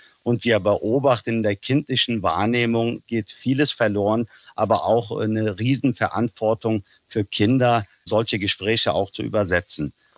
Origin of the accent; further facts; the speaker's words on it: Germany; ich lebe in Deutschland, ich bin Deutscher und ich bin hier zu Hause.